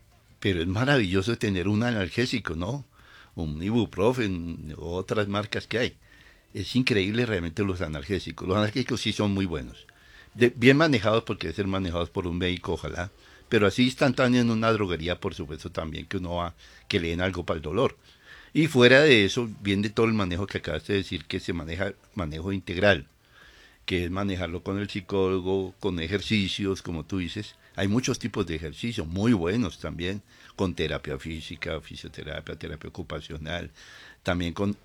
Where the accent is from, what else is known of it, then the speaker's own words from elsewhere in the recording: Bogotá, Colombia; Yo soy bogotano.